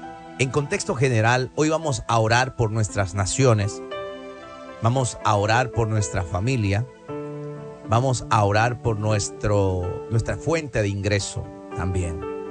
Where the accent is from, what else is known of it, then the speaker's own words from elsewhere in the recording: Ecuador; Vivi, Dios le bendiga, somos de Ecuador.